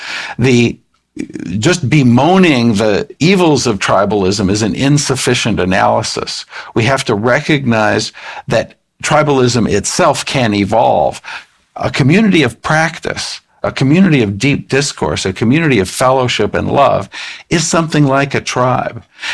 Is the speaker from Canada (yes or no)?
no; United States; I'm an American